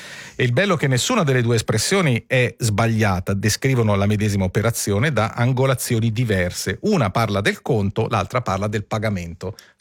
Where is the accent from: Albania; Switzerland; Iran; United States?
Switzerland; gli devi dire scusi, non sono stupido, sono svizzero.